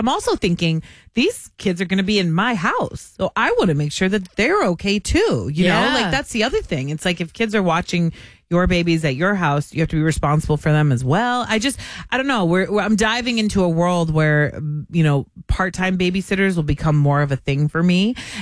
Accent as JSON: {"language": "English", "area": "Cape Cod", "region": "Massachusetts", "country": "United States", "tie": "born or raised there", "said": "They had a beautiful beach home where I grew up in Cape Cod."}